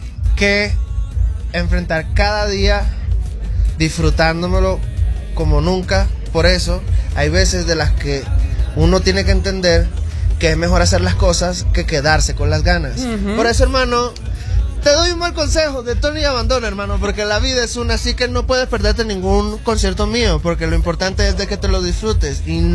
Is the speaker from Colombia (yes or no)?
yes; Barranquilla, Atlántico, Colombia; nosotros como barranquilleros